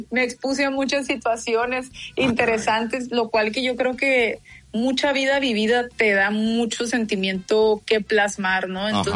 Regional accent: Mexico; ya sabe que cómo somos los mexicanos, que hasta de las tragedias hacemos fiesta

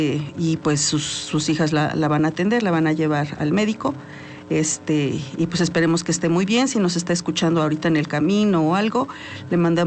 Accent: Mexico

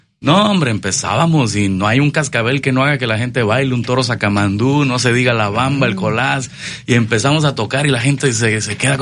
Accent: Veracruz, Mexico; Como mexicanos y como jarochos

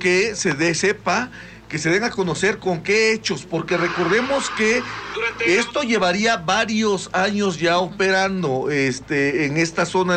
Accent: Mexico; como somos los mexicanos

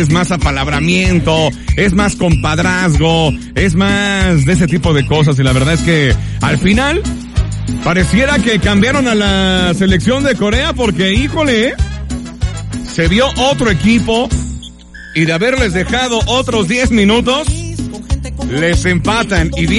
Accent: Mexico; uno se emociona como mexicano

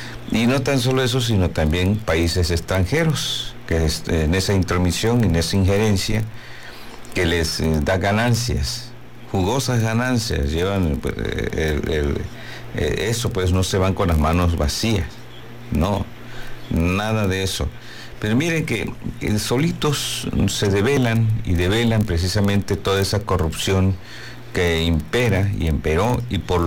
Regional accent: Mexico

